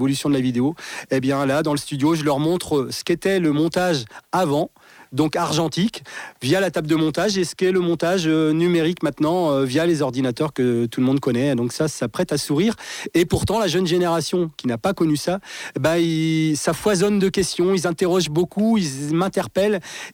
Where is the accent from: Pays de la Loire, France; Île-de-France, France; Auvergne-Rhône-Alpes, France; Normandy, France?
Pays de la Loire, France; Laval; born there; moi je suis né à Laval